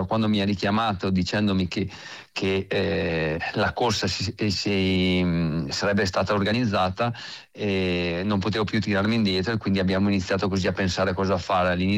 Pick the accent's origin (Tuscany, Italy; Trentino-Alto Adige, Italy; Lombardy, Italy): Trentino-Alto Adige, Italy; A parte che Trento, il Trentino è la mia terra